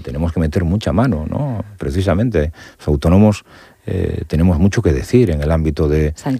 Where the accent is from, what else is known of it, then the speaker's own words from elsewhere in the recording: Vilagarcía de Arousa, Galicia, Spain; now in Madrid, Spain; Me enorgullece decir que soy de Vilagarcía de Arousa.